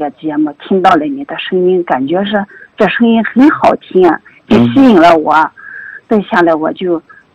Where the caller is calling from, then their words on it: Zhangye, Gansu, China; 我来自甘肃张掖